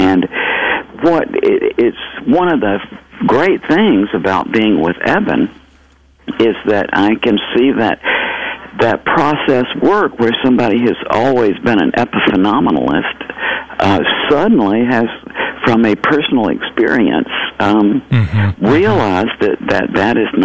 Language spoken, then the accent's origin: English; Georgia, United States; Jeff, I did not come from a religious background. I'm from Georgia, and my dad was a surgeon and a professional military officer